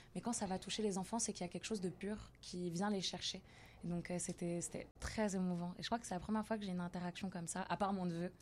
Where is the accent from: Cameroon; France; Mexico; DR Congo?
Cameroon; comme je suis camerounaise